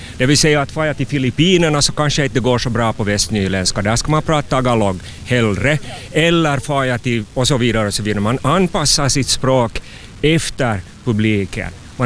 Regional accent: Hanko, Uusimaa, Finland; moved away as an adult; also born or lived in Canada; Jag är hangöbo, jag är flera egentligen. Jag är finlandssvensk, hangöbo kanske framför allt. Och så är jag också kanadensare.

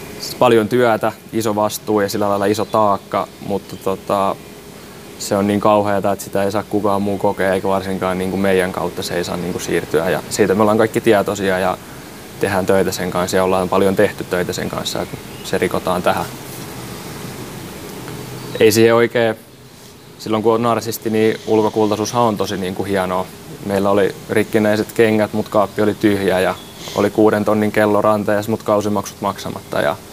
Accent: Tampere, Pirkanmaa, Finland; born there; Synnyttiin tosiaan Tampereella

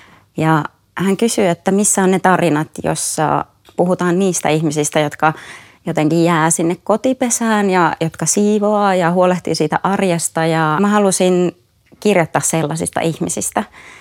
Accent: Kainuu, Finland; Ja mä oon itse kotoisin Kainuusta ja se on mulle tuttua, niin kuin tuttua maisemaa.

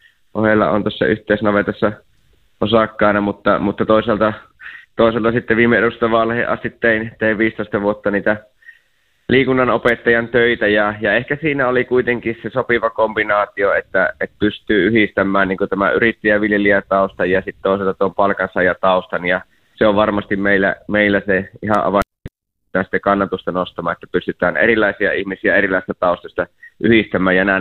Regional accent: Eastern Finland, Finland; kun oma vaalipiiri on Savo-Karjala ja kuitenkin tulen Itäistä Suomesta

